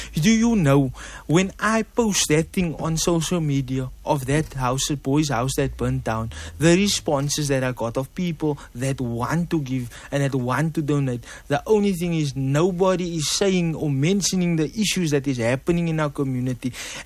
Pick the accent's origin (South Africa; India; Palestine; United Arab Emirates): South Africa; Mitchell's Plain, Western Cape; I'm from Mitchell's Plain, so I'm automatically a collegian.